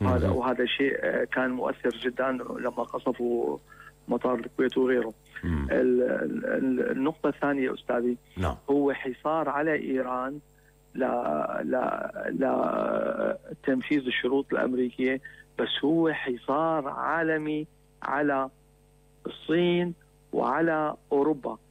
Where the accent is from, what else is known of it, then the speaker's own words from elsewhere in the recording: Jabal Amil, Lebanon; نحن لبنانيين، نحن مانا إيرانيين، نحن أبناء جبل عامل، إحنا شيعة لبنان، إحنا شيعة العرب